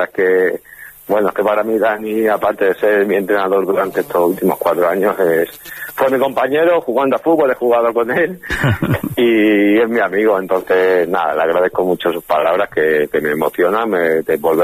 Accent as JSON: {"language": "Spanish", "town": "Jaraíz de la Vera", "region": "Extremadura", "country": "Spain", "tie": "born or raised there", "also_born_or_lived": "Navalmoral de la Mata", "said": "Jaraíz, bueno, es el equipo de mi pueblo, pero bueno, yo los 8 años que estuve en Navalmoral defendiendo al Moralo fueron increíbles"}